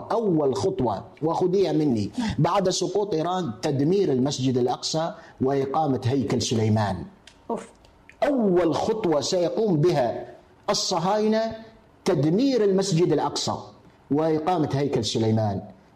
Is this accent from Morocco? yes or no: no; Algeria; عندنا في الجزائر حسيبة بن بوعلي وفاطمة سومر